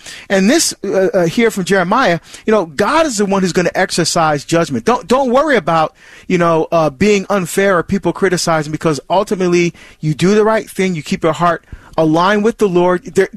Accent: New Jersey, United States; moved away; I get to go to my home state of New Jersey

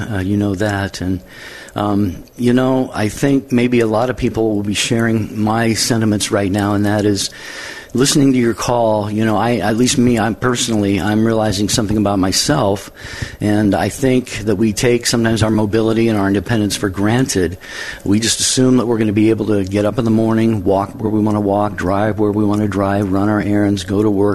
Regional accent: Samoa; now in Texas, United States; raised in a Catholic church in Samoa, and I'm listening from Texas

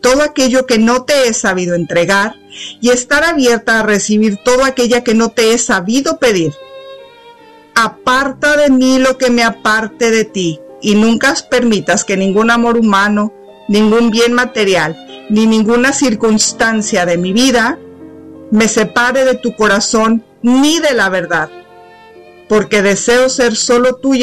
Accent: Mexico; Todo, incluso yo que soy mexicana, me cimbra el corazón

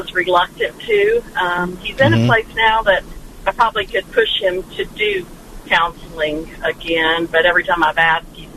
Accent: Houston, Texas, United States; And I'm from the Houston area and moved to Louisiana to be closer to him.

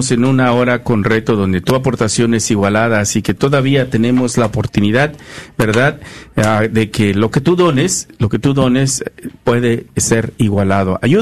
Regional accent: Guerrero, Mexico; Así somos los de Guerrero.

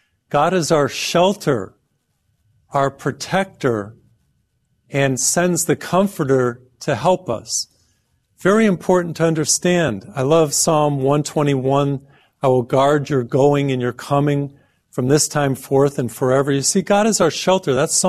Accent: Massachusetts, United States; I grew up in Massachusetts, and we would have some of the coldest winters.

